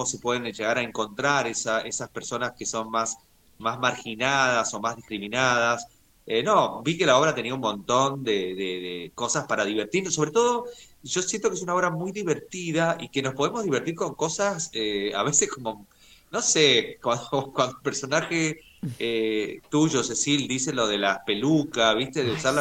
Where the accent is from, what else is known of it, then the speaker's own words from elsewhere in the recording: San Juan, Argentina; moved away; yo que soy sanjuanino